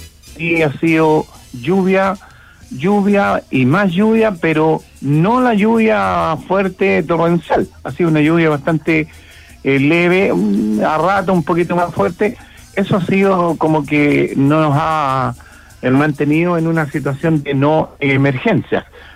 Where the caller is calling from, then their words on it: Nancagua, O'Higgins, Chile; Yo hasta ahora me encuentro en mi casa porque es una zona donde yo vivo, que es la comuna de Los Naranjos, que es la comuna de Nancagua, sectores donde comúnmente se junta mucha agua.